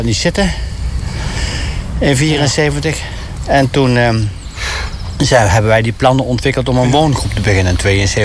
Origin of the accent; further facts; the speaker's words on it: Helmond, North Brabant, Netherlands; born there; now in Heemskerk, Netherlands; Ik ben geboren in Brabant, in Helmond om precies te zijn.